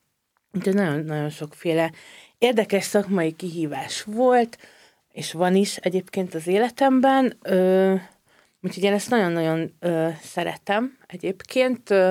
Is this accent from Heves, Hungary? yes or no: yes; Heves, Hungary; moved away as an adult; also born or lived in Eger; now in Budapest, Hungary; faluban, kisvárosban, faluban nőttem fel, úgyhogy szerintem most értékelem ezt már felnőttként, hogy ez mennyire jó volt. Úgyhogy ott nőttem föl, Egerbe jártam középiskolába, főiskolára, és akkor utána kerültem Budapestre.